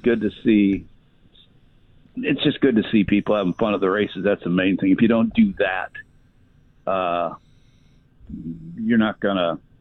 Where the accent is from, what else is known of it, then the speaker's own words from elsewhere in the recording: Midwest, United States; and growing up in the Midwest, I saw it when I was a little kid.